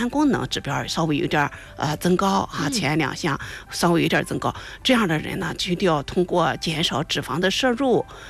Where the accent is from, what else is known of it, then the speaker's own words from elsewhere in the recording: Shandong, China; 因为我们山东人不太喜欢吃橄榄油，是吧？喜欢吃花生油